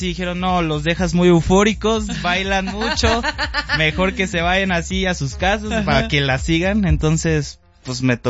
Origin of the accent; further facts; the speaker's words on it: Veracruz, Mexico; yo soy de Veracruz, nos encanta la fiesta.